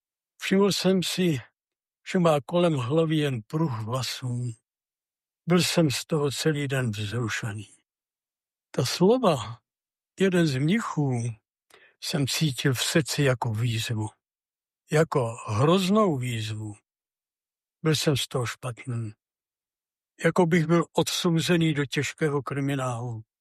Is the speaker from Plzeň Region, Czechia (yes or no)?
yes; Plasy, Plzeň Region, Czechia; mi kázal na primici v mém rodišti, v mém rodném kraji v Plasích